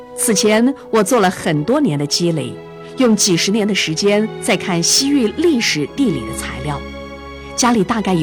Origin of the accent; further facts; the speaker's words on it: Changji, Xinjiang, China; born there; moved away as an adult; also born or lived in Wuhan; now in Beijing, China; 我出生在新疆天山脚下的昌吉市，父母是支边青年，上世纪50年代从河南来到新疆。生在新疆